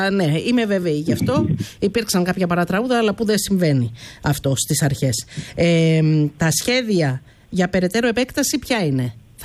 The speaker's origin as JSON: {"language": "Greek", "town": "Athens", "region": "Attica", "country": "Greece", "said": "Εγώ είμαι Αθηναία, δεν την ξέρω καλά τη Θεσσαλονίκη"}